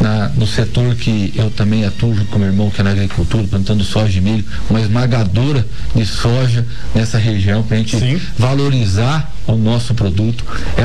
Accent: São Gabriel do Oeste, Mato Grosso do Sul, Brazil; Sou de São Gabriel

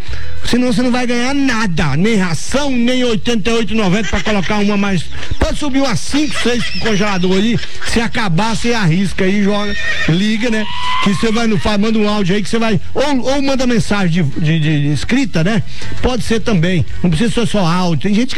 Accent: Fátima do Sul, Mato Grosso do Sul, Brazil; now in Campo Grande, Brazil; Somos do Pela Jeg.

